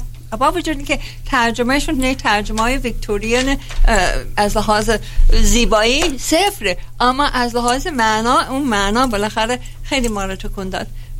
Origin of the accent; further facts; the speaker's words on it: Shiraz, Fars, Iran; همشهری، بله همشهری. من هم شیرازی هستم مثل شما.